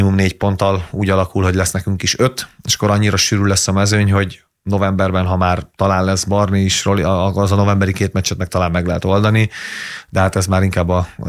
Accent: Hungary

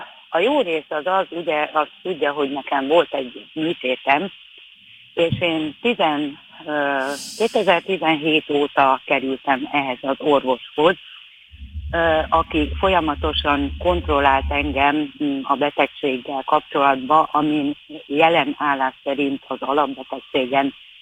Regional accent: Hungary; én mondtam, hogy én 58-ba születtem, én gyereknek a Kádár rendszerbe szocializálódtam, fölnőttem

